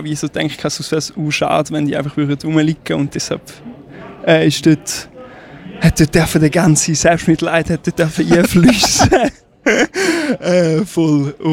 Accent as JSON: {"language": "German", "region": "Thurgau", "country": "Switzerland", "tie": "born or raised there", "lives_now": "Schaffhausen, Switzerland"}